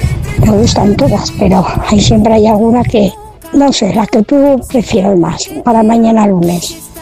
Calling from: Anna, Valencian Community, Spain; estamos en fiestas en mi pueblo.

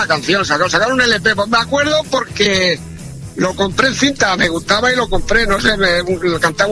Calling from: Granada, Andalusia, Spain; dirección para mi tierra. Hoy voy a descargar ahí en la parte de Granada.

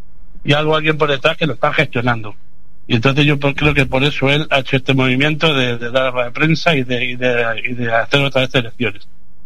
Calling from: Madrid, Community of Madrid, Spain

